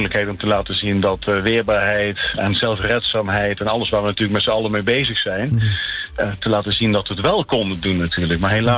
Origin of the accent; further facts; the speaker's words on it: Netherlands; maar ook waar we met z'n allen voor staan als Nederlanders.